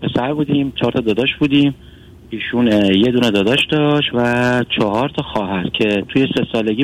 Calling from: Iran; چون از ایران تماس میگیرم.

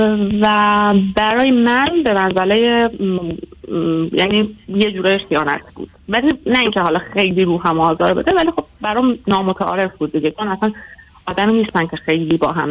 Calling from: Iran; من از ایران هستم.

